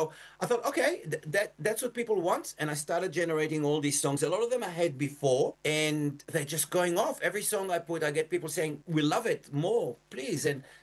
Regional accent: Yad Mordechai, Southern District, Israel; And I remembered something when I was growing up in Kibbutz Yad Mordechai.

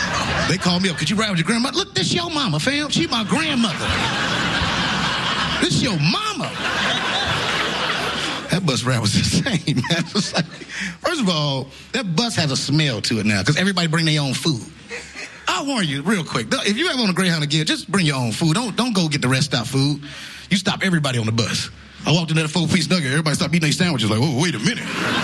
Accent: Chicago, Illinois, United States; I'm from Chicago. We got to go to Mississippi. My grandmother don't want to fly.

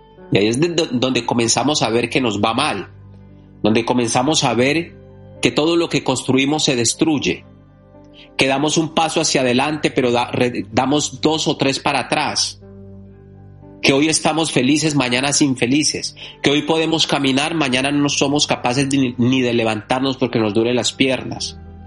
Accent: Catemaco, Veracruz, Mexico

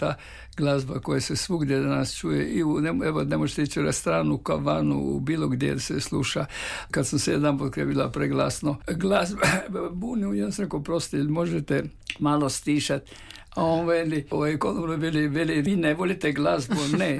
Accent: Krapina-Zagorje County, Croatia; a ja kao lukavi Zagorac, ja sam jednostavno išao tamo

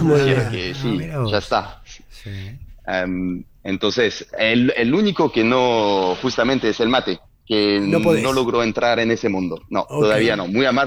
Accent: Lyon, Auvergne-Rhône-Alpes, France; Spanish is a second language; No, de Lyon.

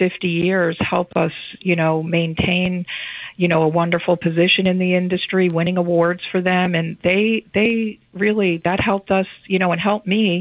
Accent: Manhattan, New York, United States; also born or lived in Monmouth County; now in Ocean, United States; Well, actually from Manhattan originally, but the majority of nothing to be sorry about there either. Majority of my life in Ocean and Monmouth. I started in Monmouth and I'm in Ocean down by the Manilocan area now.

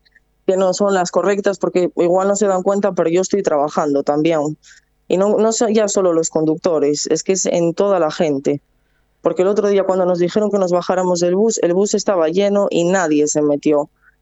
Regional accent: Lugo, Galicia, Spain; now in Santiago de Compostela, Spain; yo soy de Lugo

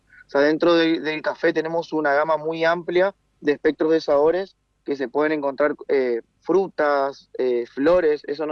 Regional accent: Misiones, Argentina; Entonces asumo el rol de poder multiplicar lo que sé, y qué mejor que en mi tierra. Mi tierra querida, que es tan bendecida que puedes plantar cualquier cosa.

